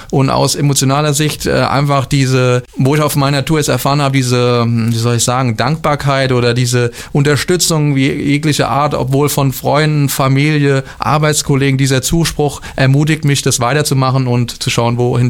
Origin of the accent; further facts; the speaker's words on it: Kaiserslautern, Rhineland-Palatinate, Germany; Ich komme selbst hier auch aus Kaiserslautern.